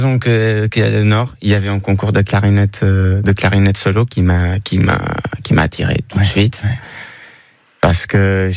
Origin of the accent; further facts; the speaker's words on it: Portugal; Alors, faut juste savoir que moi, je suis portugais aussi. Ouais. Donc, ma vie a commencé, comme la plupart des musiciens avant, au Portugal, dans un orchestre d'harmonie.